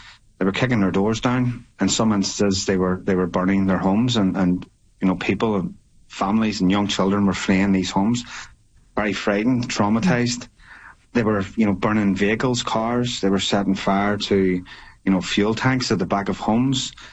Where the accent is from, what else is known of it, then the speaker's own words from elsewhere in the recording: Belfast, Northern Ireland, United Kingdom; You know, I grew up in West Belfast, which is a nationalist area.